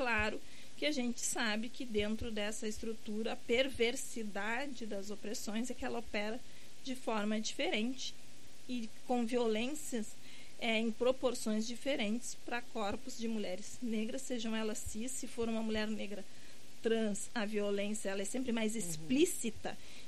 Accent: Brazil; moved away; Eu sou da região da fronteira, sou da Lídia Ceguá.

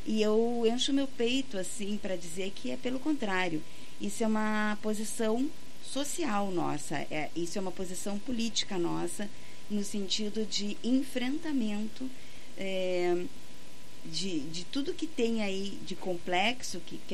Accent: Uruguaiana, Rio Grande do Sul, Brazil; eu, que sou originária de Uruguaiana, tá? Nasci no mesmo ano da Califórnia, da canção nativa, amo a música nativista, né? Venho desse mesmo berço. Essas são minhas influências, são minhas raízes principais.

